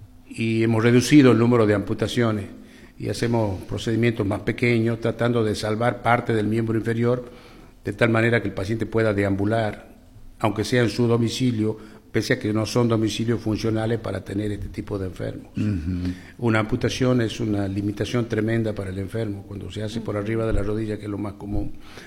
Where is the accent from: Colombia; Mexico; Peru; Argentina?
Argentina; Frías, Santiago del Estero; moved away as an adult; also born or lived in Tucumán / Buenos Aires; now in Santiago del Estero, Argentina; yo soy oriundo de Frías.